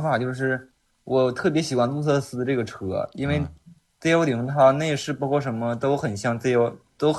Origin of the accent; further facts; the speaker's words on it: Changchun, Jilin, China; 我是长春，我老家是长春的。